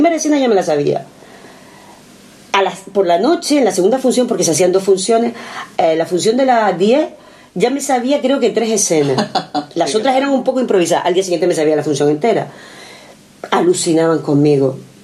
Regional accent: Canary Islands, Spain

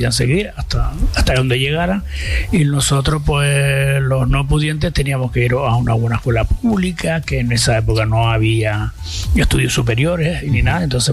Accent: Santa Cruz de Tenerife, Canary Islands, Spain; also born or lived in Telde, Gran Canaria; Lo que pasa es que con un añito me trajeron para Tenerife, concretamente al pueblo Alfaro Chicharrero del Barrio Nuevo, uh-huh. Y bueno, soy un chicharrero, aunque por mis venas siempre corre un poquito de sangre canariona, que mis abuelos eran canarios. Mi madre era cubana, pero mis abuelos eran canariones.

